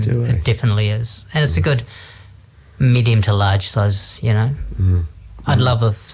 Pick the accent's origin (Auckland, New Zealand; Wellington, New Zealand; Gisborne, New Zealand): Wellington, New Zealand; growing up in Wellington, it was always Athletic Park